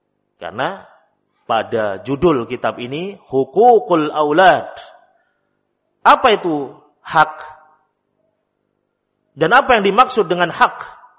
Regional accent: Java, Indonesia

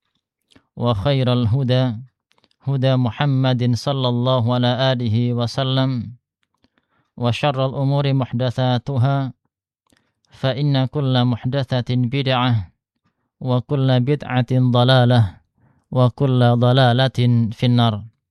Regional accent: Sragen, Central Java, Indonesia; also born or lived in Jember; now in Perawang, Indonesia; Kalau ana asalnya dari Sragen.

